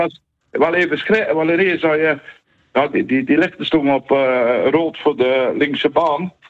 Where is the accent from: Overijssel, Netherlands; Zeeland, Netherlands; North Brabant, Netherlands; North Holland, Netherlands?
Zeeland, Netherlands; Biervliet; Biervliet.